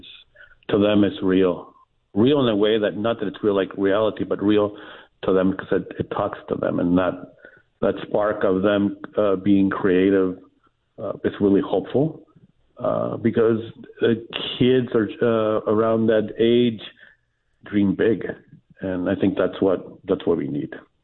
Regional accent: Rosarito, Baja California, Mexico; moved away; When I grew up in Rosarito Beach back in the 70s and 80s

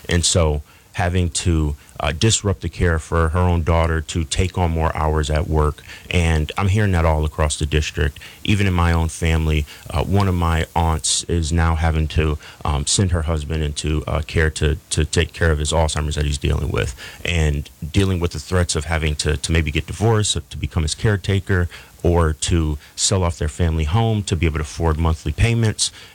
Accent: Battle Creek, Michigan, United States; I was born and raised in Battle Creek, just down the road, a lifelong member of the Nottawasippi here in Band of Potawatomi.

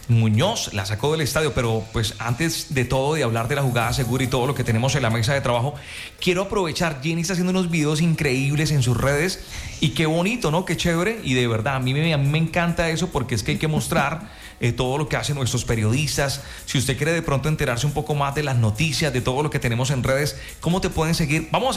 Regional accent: Colombia; Aquí no es que es el presidente de unos y de los otros, no, porque todos somos colombianos.

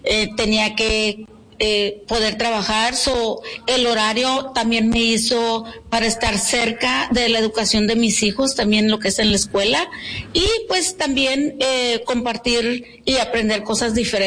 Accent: Ejido Hermosillo, Baja California, Mexico; moved away; Ok, yo soy del Valle de Mexicali. Del Ejido Hermosillo. Me vine aquí en el año 92

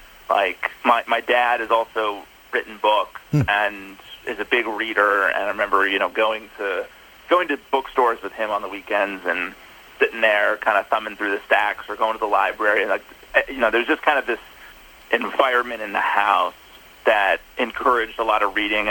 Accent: Minneapolis, Minnesota, United States; also born or lived in Orlando; Well, so I was born in Minnesota. I was raised kind of between Minneapolis and did a stint in Orlando as well.

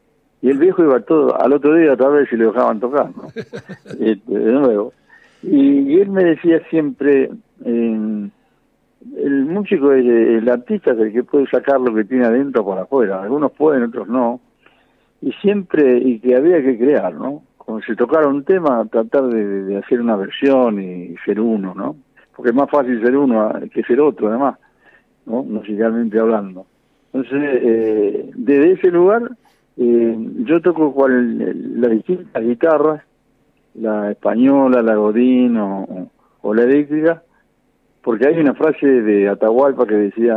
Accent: Villa Diamante, Buenos Aires Province, Argentina; also born or lived in Monterande; porque yo, como le decía, nací en Monterande, me crié en Villa Diamante

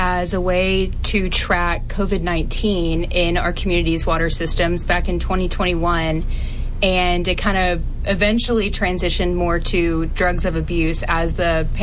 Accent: Shreveport, Louisiana, United States; So I'm from Shreveport, Louisiana, and I went to Ole Miss for undergrad

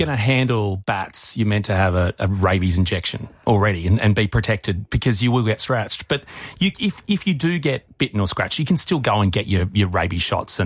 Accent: Australia; moved away; I was the vet, the Aussie vet in town

